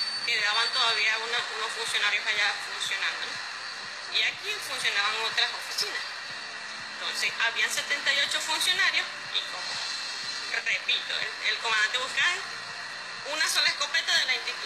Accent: Clarines, Anzoátegui, Venezuela; Yo soy de Clarines.

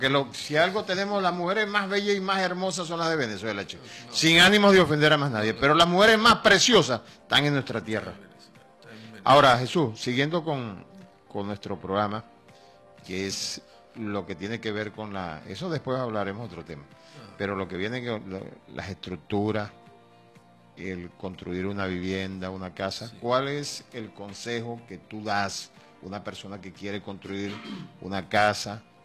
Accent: Cantabria, Spain; Por lo menos el hospital de mi pueblo allá en Cantabria fue construido sobre arcilla expansiva, barro.

